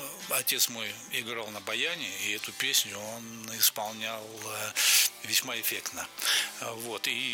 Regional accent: Donbas, Ukraine; Да, дело в том, что я родился на Донбассе и провел там детство, юношество, и я очень с большим теплотом вспоминаю это время

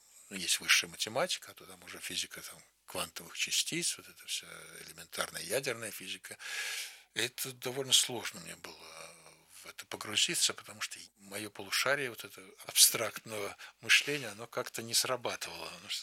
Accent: Saint Petersburg, Russia; born or raised there; moved away as an adult; now in Moscow, Russia

